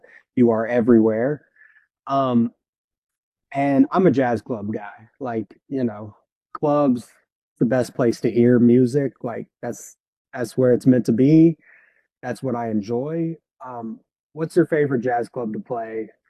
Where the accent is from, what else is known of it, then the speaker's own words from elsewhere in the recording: Mississippi, United States; we're all from Mississippi Delta, and so I grew up on, you know, a lot of the deep, dirty South blues